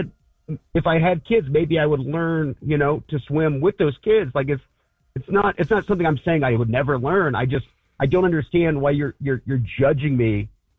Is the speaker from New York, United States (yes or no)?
no; Indiana, United States; moved away as an adult; now in Florida, United States; I grew up in Indiana, and we didn't have a pool or anything.